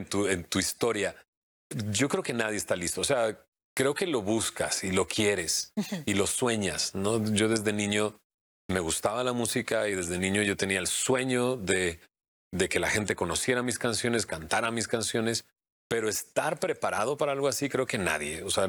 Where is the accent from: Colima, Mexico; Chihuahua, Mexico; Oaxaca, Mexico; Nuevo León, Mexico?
Nuevo León, Mexico; Monterrey; Dos chicos de Monterrey, de donde yo soy